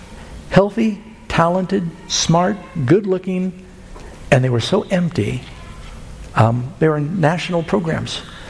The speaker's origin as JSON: {"language": "English", "town": "New York City", "region": "New York", "country": "United States", "tie": "born or raised there", "also_born_or_lived": "Burbank", "said": "Now, I grew up mostly in New York City. I'm born in Southern California and Burbank."}